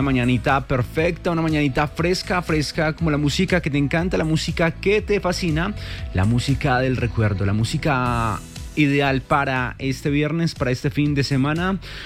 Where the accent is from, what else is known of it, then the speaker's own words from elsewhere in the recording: Colombia; somos colombianos